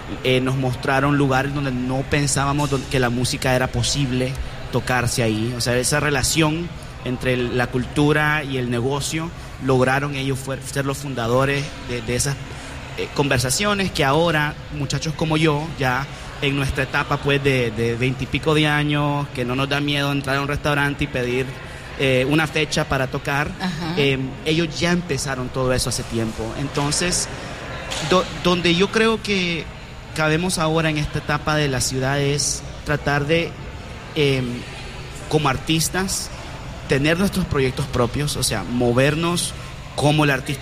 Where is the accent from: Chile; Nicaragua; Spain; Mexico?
Nicaragua; Managua; soy cuarta generación en la colonia, entonces todos me conocen, todos saben que soy el hijo de Osvaldo, el nieto de Oscar. Entonces yo era de esos niños cage free que iba del tumbo al tambo en mi área de Managua